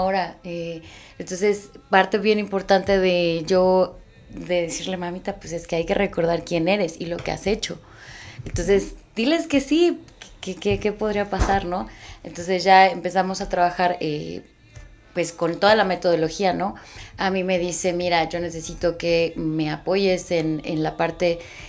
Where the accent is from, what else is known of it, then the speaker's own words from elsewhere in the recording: Teziutlán, Puebla, Mexico; born there; moved away; also born or lived in the city (likely Mexico City); amo ser teziuteca, que me hace sentirme orgullosa de mi pueblo, de haber nacido ahí, aunque pues obviamente también viví en la ciudad, pero está el comparativo de que aquí es mi hogar, ¿no?